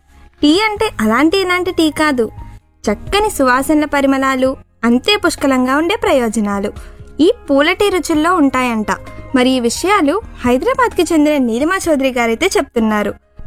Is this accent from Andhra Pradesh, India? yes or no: yes; Vijayawada, Andhra Pradesh, India; also born or lived in Guntur / Hubli; బ్యాడ్మింటన్కు అడుగులు పడింది విజయవాడలో అయినా నేను పుట్టింది మాత్రం గుంటూరులోనే.